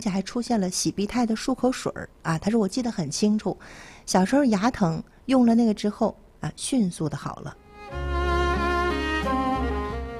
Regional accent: Jinzhou, Liaoning, China; 咱们锦州人一定管它叫什么叫扑热息

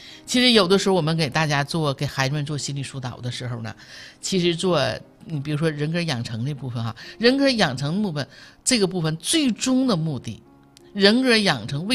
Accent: Northeast China, China; accent: Northeastern Mandarin; 这是咱东北话哈，

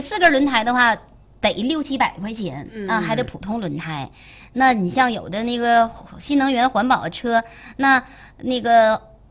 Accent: Northeast China, China; 和咱们东北话

